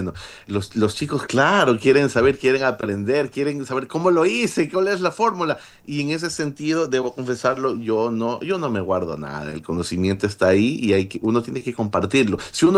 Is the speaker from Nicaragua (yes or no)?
no; Ecuador; Soy el primer ecuatoriano como artista principal en la historia nominado al Grammy americano